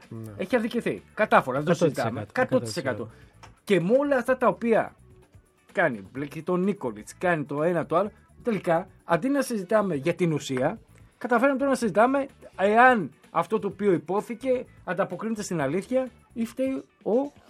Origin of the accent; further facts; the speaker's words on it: Heraklion, Crete, Greece; Η πόλη μου, το Ηράκλειο στην Κρήτη, ενδεχομένως σας είναι γνωστή.